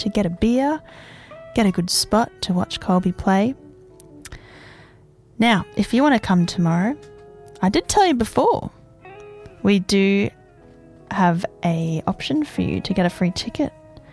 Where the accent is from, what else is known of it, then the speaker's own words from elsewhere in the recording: Queensland, Australia; Because as I said earlier, I'm from North Queensland and mine is Great Northern, the Blackfish.